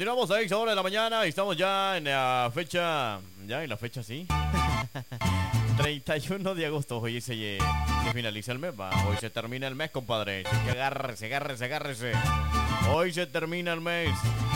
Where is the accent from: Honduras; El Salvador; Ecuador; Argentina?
Honduras